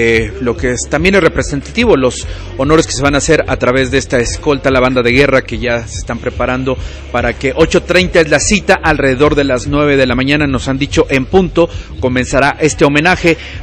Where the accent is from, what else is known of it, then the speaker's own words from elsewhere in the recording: Mexico; nosotros tenemos como mexicanos